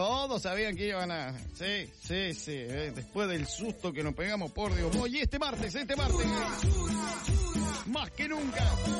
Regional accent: Argentina; Como todo argentino, agrandado.

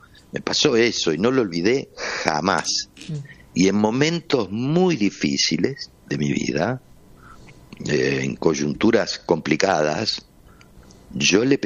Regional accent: Buenos Aires, Argentina; Yo nací, me formé todo en Buenos Aires, sí.

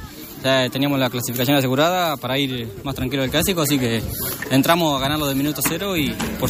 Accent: Recalde, Buenos Aires Province, Argentina; also born or lived in Pirovano; nací en Pirovano, pero soy de Recalde. Pero ahora estoy jugando acá.

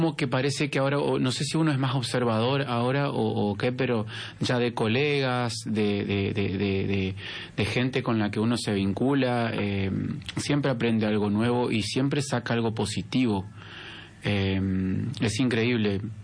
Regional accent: Lanteri, Santa Fe, Argentina; now in Reconquista, Argentina; de mis integrantes del grupo, dos somos oriundos de Lanteri. Bueno, Julián Sánchez, que está en batería, él es oriundo de Lanteri, vive en Avellaneda, pero también como yo somos... criados en Lanteri.

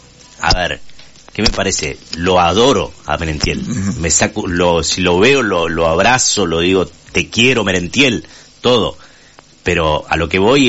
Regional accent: Argentina; somos así los argentinos.

